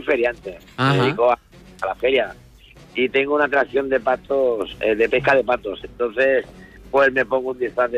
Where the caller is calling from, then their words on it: Málaga, Andalusia, Spain; Yo vivo en Málaga